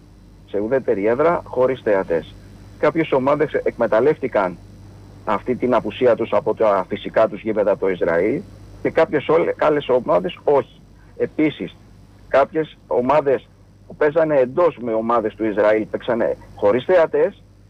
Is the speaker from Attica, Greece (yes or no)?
yes; Melissia, Attica, Greece; από τα Μελίσια.